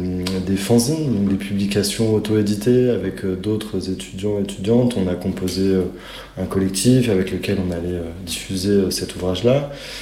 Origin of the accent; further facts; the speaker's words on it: Grenoble, Auvergne-Rhône-Alpes, France; now in Strasbourg, France; Alors j'habite à Strasbourg, mais je suis originaire de Grenoble.